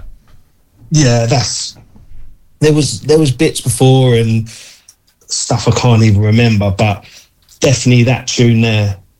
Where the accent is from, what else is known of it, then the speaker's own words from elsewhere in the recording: Colchester, East of England, United Kingdom; Yeah. In Colchester. I was born in Colchester in Essex.